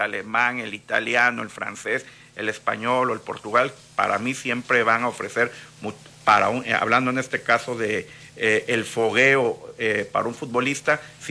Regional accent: Mexico

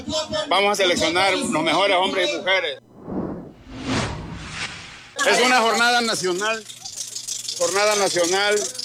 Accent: Tatahuicapan, Veracruz, Mexico; Pues Tatahuicapan es mi tierra, muchos años hemos trabajado aquí.

